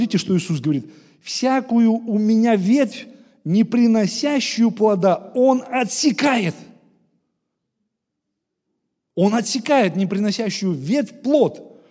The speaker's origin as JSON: {"language": "Russian", "region": "Moscow", "country": "Russia", "accent": "Moscow", "said": "Откуда? Я из Москвы. Говор этот московский был."}